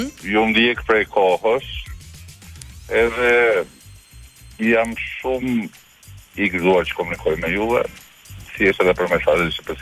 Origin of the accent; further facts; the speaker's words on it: Pogradec, Korçë County, Albania; now in Korçë, Albania; Unë, tash jam lindur dhe banos